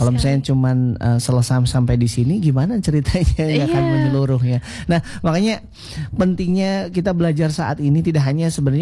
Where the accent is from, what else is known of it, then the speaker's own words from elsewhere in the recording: West Java, Indonesia; ini energik banget orang Sunda. Nah, itu juga menggambarkan kalau kita memang karakteristiknya gembira, riang